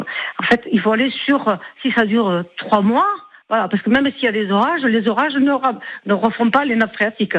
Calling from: Gourdan-Polignan, Occitanie, France; moi, je suis à Gourdon-Polignan.

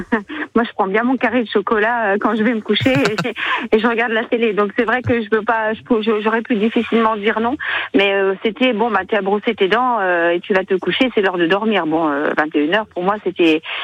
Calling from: Argelès-sur-Mer, Occitanie, France; Argelès sur mer

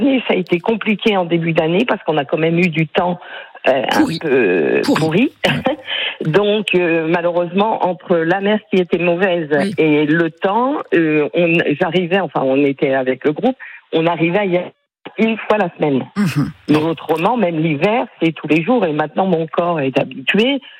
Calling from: Le Grau-d'Agde, Occitanie, France; Oui, non, ben, j'habite au Gros. Donc, au Gros, je suis à 400 mètres.

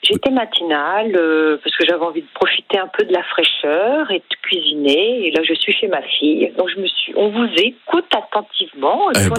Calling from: Pays de la Loire, France; Je suis de la Sarthe.

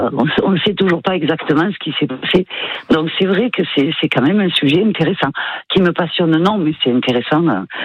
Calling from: Saint-Bauzille-de-Putois, Occitanie, France; Non, j'habite à Saint-Bosile de Putois.

